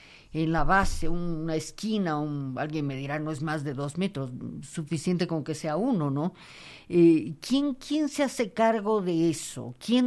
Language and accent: Spanish; Bolivia; a todos los bolivianos